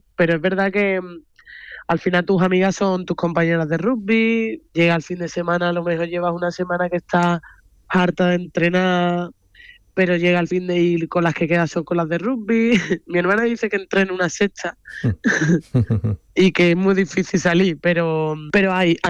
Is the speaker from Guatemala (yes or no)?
no; Seville, Andalusia, Spain; Ah, bueno, y … y yo, que somos las dos de Sevilla.